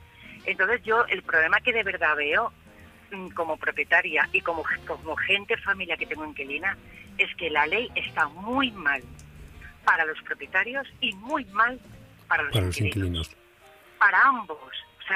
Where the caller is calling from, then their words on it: Valencia, Valencian Community, Spain; Eso no soy yo … de Valencia, que he estado ahorrando para comprar una vivienda.